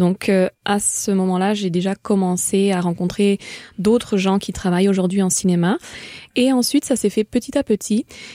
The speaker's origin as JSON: {"language": "French", "town": "Barcelona", "region": "Catalonia", "country": "Spain", "tie": "born or raised there", "moved": "as an adult", "lives_now": "Montreal, Canada", "said": "Alors moi, je me suis toujours sentie 100% barcelonaise parce que je suis née à Barcelone, c'est vraiment la ville de mon cœur. Mais c'est vrai qu'à 18 ans, j'ai passé la majorité de ma vie à Barcelone avant de venir à Montréal, même si j'ai vécu dans d'autres endroits."}